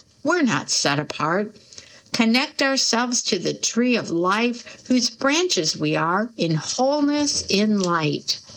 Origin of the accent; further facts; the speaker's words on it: Detroit, Michigan, United States; since I was growing up in Detroit's inner city.